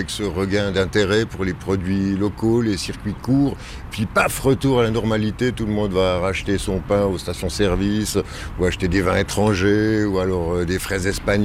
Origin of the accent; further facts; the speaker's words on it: Switzerland; Je viens d'une région du Nord, c'est pas les Corons, mais c'est le Grand Chasseral, le Jura, l'Arc Jurassien.